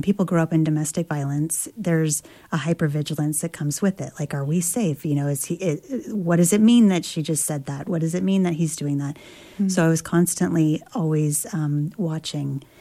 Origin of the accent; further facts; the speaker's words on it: Wyoming, United States; I grew up in Wyoming where there's a very strong tradition of giving and taking